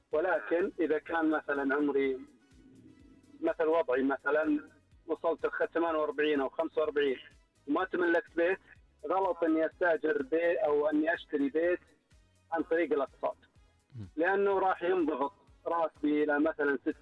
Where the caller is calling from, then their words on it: Riyadh, Riyadh Province, Saudi Arabia; أقول من الرياض أكلم